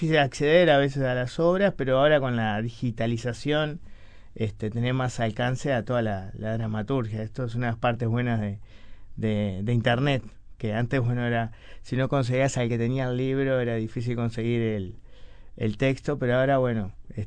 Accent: Montevideo, Uruguay; born there; Yo nací en Villa Española, que no es del lugar donde comúnmente salen los escritores.

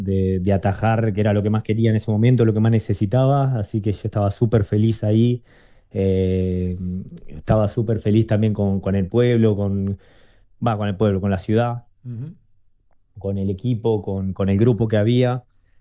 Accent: Montevideo, Uruguay; Y soy en la adolescencia en Punta Gorda, la verdad que fui bastante nómade

